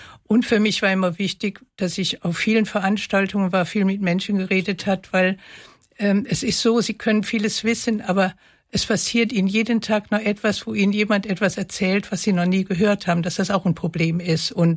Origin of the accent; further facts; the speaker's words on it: Rhineland, Germany; accent: Rhineland; dass man natürlich hört, dass ich aus dem Rheinland komme.